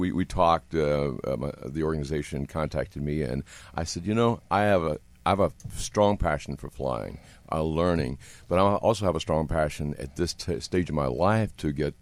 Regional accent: Tennessee, United States; now in Denver, United States; Growing up in Tennessee on a farm near an airport

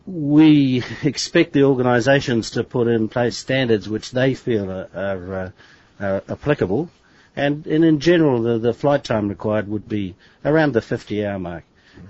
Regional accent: New Zealand; in my home country of New Zealand

